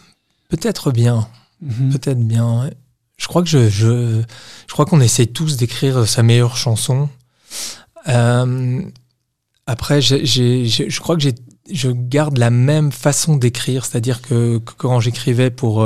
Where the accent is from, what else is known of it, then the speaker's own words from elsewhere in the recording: Nivelles, Wallonia, Belgium; born there; also born or lived in Brussels / Paris; moi j'étais à l'école en secondaire à Nivelles.